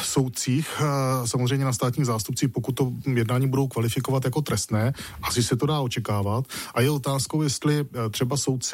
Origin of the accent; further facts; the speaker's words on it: Brno, South Moravian Region, Czechia; moved away as an adult; now in Prague, Czechia; Já jsem z Brna. Abych uvedl věc na pravou míru. A v Praze už jsem tedy poměrně dlouho, pohybuji se tady skoro už 20 let